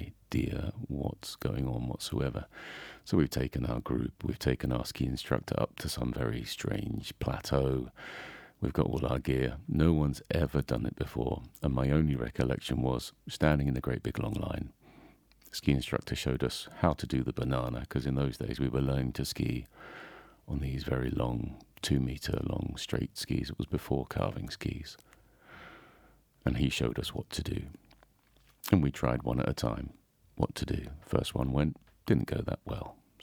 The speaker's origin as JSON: {"language": "English", "region": "England", "country": "United Kingdom", "lives_now": "Zell am See, Austria", "said": "I'm actually from England. I'm a ski instructor in Zelmzee in Salzburgerland."}